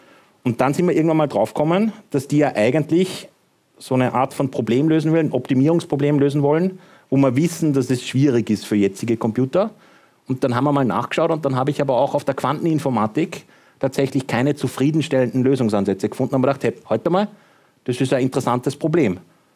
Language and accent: German; Hagenberg, Upper Austria, Austria; born or raised there